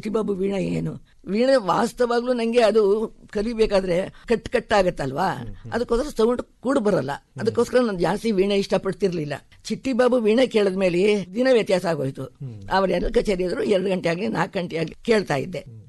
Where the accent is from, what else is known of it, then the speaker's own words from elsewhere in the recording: Karnataka, India; also born or lived in K R Nagar; ನಮ್ಮ ಊರು ಹಳ್ಳಿ ಅಲ್ವಾ, ಅಲ್ಲಿ ಹುಣಸೂರು ಪಿರಿಯಾಪಟ್ಟಣ ಬೆಟ್ಟಪುರ ಅಂತ ಹಳ್ಳಿಗಳಿತ್ತು